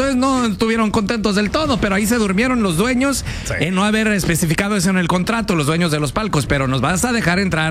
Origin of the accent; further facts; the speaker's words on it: Mexico; como mexicanos no pensamos más grande, no pensamos más allá, no se imaginaron que fuéramos a tener un mundial en México